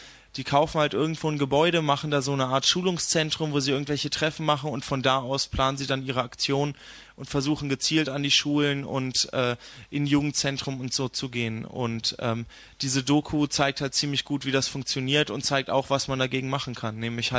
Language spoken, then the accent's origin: German; Berlin, Germany; als Berliner